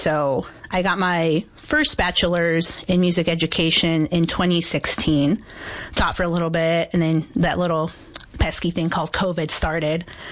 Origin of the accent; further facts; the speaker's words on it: United States; So that is one of the places that we can go practice Russian as American students.